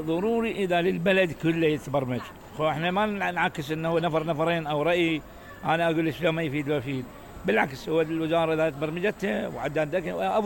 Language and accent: Arabic; Iraq; بعد احنا تموز معروف عندنا بالعراق